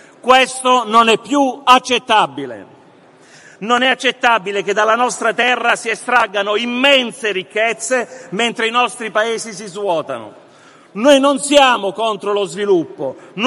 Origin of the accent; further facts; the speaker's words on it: Basilicata, Italy; della Basilicata voglio parlarvi oggi, della mia terra. Noi lucani siamo un po' come gli hobbit di Tolkien, piccoli, sottovalutati, lontani dai grandi centri di potere.